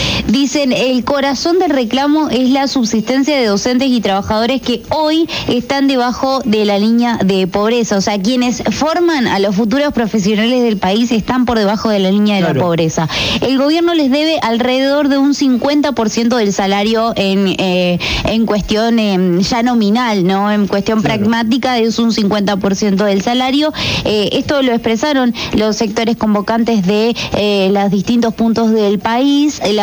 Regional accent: Entre Ríos, Argentina; muchos venimos de otras ciudades de Entre Ríos, en mi caso no

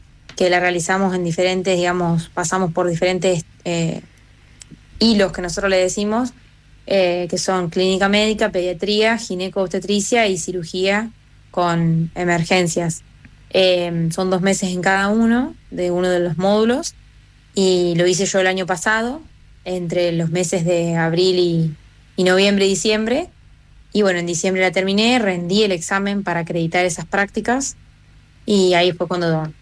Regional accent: La Pampa, Argentina; moved away as an adult; also born or lived in Villa Mercedes, San Luis; yo apenas terminé el secundario, me fui a vivir a Villa Mercedes sola, digamos, era todo nuevo porque yo soy de La Pampa y de un pueblito chiquito

